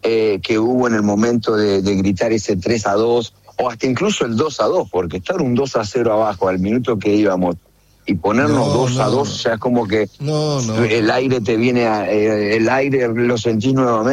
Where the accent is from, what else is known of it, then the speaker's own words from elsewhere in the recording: Argentina; Hoy somos todos argentinos.